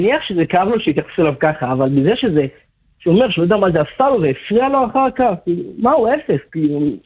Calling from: Ashdod, Southern District, Israel

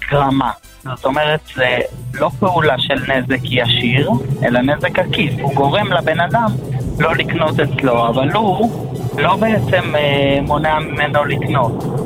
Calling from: Modi'in Illit, Judea and Samaria, Israel; אני ממודיעין עילית.

